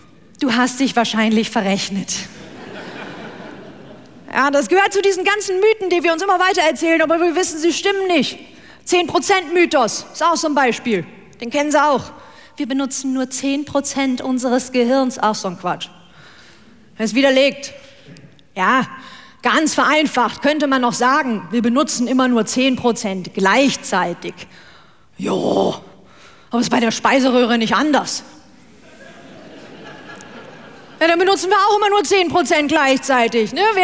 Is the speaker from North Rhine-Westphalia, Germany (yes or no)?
yes; North Rhine-Westphalia, Germany; Ich komme aus Westfalen. Als wir klein waren